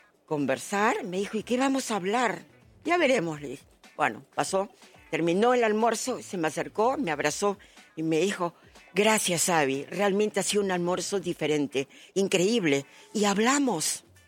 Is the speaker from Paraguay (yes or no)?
no; Peru; sí, soy peruana